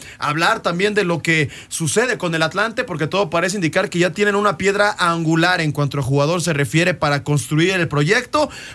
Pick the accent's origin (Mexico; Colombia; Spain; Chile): Mexico; este Mundial se juega, como usted bien lo sabe, en nuestro país.